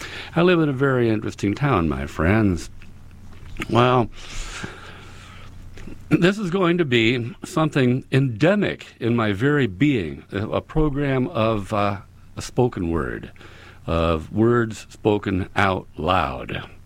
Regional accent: Nevada City, California, United States; Nevada City, of course, is my hometown, locked here in the mountain fastness of the Sierra.

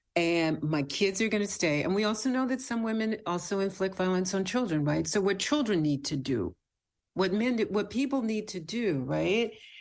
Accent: Texas, United States; And I'm from Texas, so I've seen all kinds, like the gunshot in the back of the pickup truck on the rack and stuff like that.

